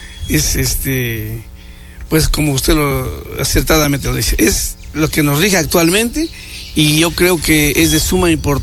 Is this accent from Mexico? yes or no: yes; Puebla, Mexico; nosotros los tepangueños